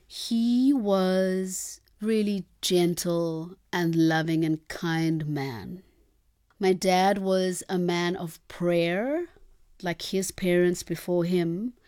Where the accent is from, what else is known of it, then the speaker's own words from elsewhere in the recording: Eastern Cape, South Africa; I have really fond memories of community life growing up in the Eastern Cape. There are a lot of rural areas and then there are urban areas. And I grew up in a more urban area and an urban township.